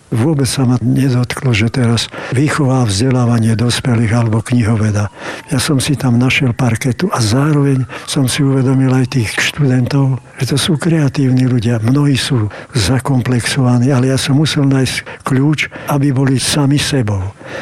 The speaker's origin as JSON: {"language": "Slovak", "region": "central Slovakia", "country": "Slovakia", "said": "ja som zo stredného Slovenska."}